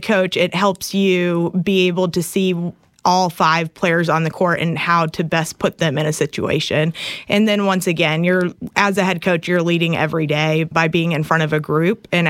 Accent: Lynchburg, Virginia, United States

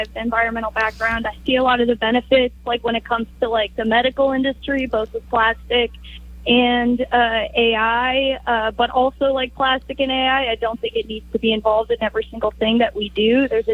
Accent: Pittsburgh, Pennsylvania, United States; I'm from Pittsburgh.

